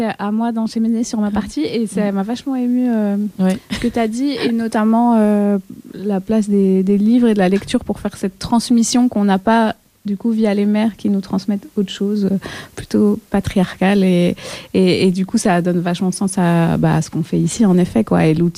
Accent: Belgium; also born or lived in Mexico; moi j'ai une maman mexicaine et un papa belge. Je suis née au Mexique, mais j'ai grandi en Belgique. Je suis blanche.

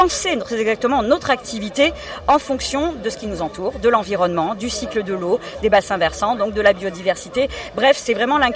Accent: Toulouse, Occitanie, France; Hein, je viens de Toulouse où on s'est largement battu et on continuera à se battre

